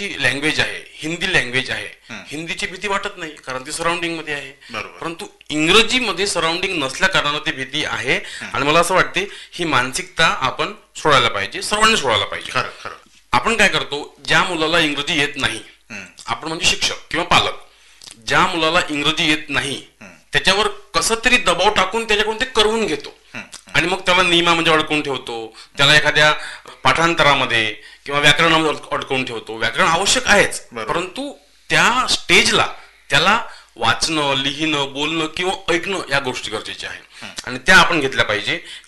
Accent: Maharashtra, India; जसं मी संपूर्णतः मराठी मीडियम मध्ये शिकलेला मुलगा आहे आणि मी कट्टर मराठी माणूस आहे पण मी इंग्लिश शिकवतो

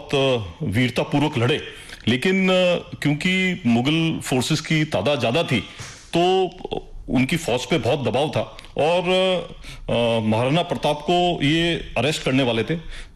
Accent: Ugriyawas, Rajasthan, India; born there; मेरा जन्म उग्रियावास में हुआ, जो कि एक 22 गांव का ठिकाना है, दूदू तहसील में है, जयपुर के पास में। और जो खंगारोत राजपूत हैं वो महाराव खंगार के वंशज हैं।

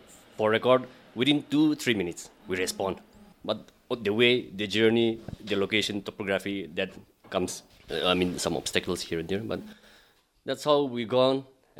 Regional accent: Nagaland, India; I'm coming from Kohima Kusama Village.

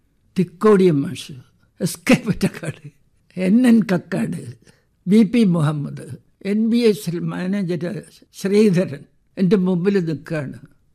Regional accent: Thiruvananthapuram, Kerala, India; now in Kozhikode, India; ഞാൻ തിരുവനന്തപുരത്തുകാരനാണ്. കോഴിക്കോട്ട് വന്നപ്പോൾ എഴുതി തുടങ്ങിയ ഒരു ചെറുപ്പക്കാരനായ എന്നെ കാണാൻ ഈ വലിയ എഴുത്തുകാർ എങ്ങനെ എൻ്റെ റൂം അന്വേഷിച്ചെത്തി

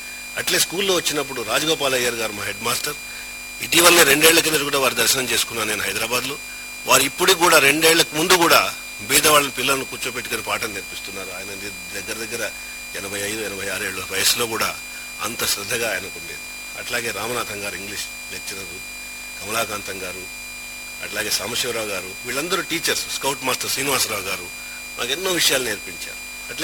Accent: Anantapur, Andhra Pradesh, India; born or raised there

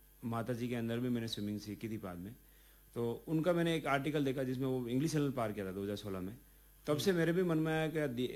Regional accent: Rajsamand, Rajasthan, India; मैं राजसमंद का निवासी हूँ

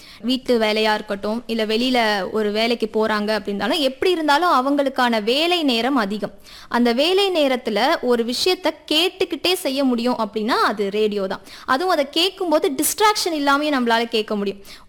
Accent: Puducherry, India; born there; மற்ற மொழிகள் வந்து என்னோட புதுச்சேரியில பிறந்ததுனால நம்மளுக்கு ஒரு அட்வான்டேஜ்

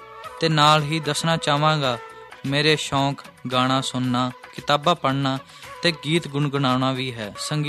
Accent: Bathinda, Punjab, India; ਮੇਰੀ ਜੰਮਪਲ ਬਠਿੰਡੇ ਤੋਂ ਹੀ ਹੈ। ਬਠਿੰਡੇ ਦੇ ਸੈਂਟ ਜ਼ੇਵੀਅਰ ਸਕੂਲ ਤੋਂ ਮੈਂ ਆਪਣੀ 10ਵੀਂ ਪੂਰੀ ਕੀਤੀ ਹੈ।

